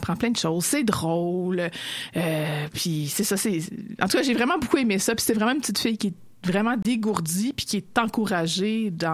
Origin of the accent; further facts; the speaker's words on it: Montreal, Quebec, Canada; je viens de Montréal